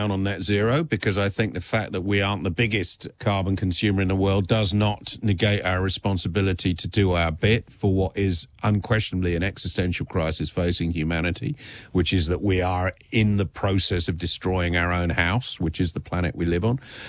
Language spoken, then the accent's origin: English; Australia; I'm proud, as an Australian